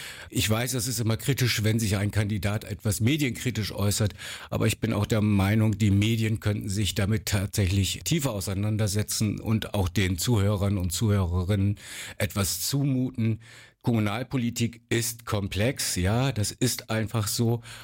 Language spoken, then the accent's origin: German; Wilhelmshaven, Lower Saxony, Germany; Wilhelmshaven ist meine Heimatstadt. Das ist einfach auch mein Lebensmittelpunkt.